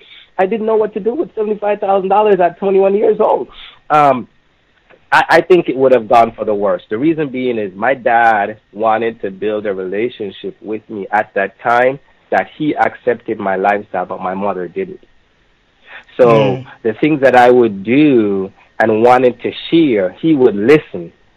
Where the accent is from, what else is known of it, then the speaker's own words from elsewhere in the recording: United States; Born and raised in Almondtown right there. Rima was just a stone throw away. Jungle was just a stone throw away.